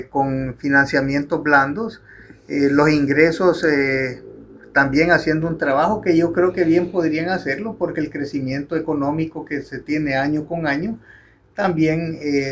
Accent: Honduras; que ya tenemos como hondureños

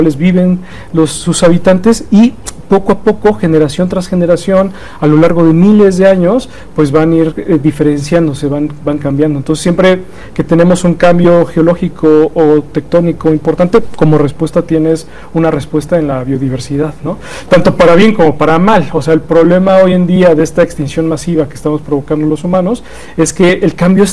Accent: Mexico; A veces como mexicanos, cuando estamos a lo mejor abrazando a un mezquite, no nos damos cuenta de lo antiguo que es ese organismo

